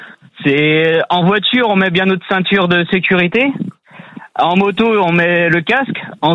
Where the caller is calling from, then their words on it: Saint-Lambert-du-Lattay, Pays de la Loire, France; De Saint-Lambert-du-Laté, à côté de Angers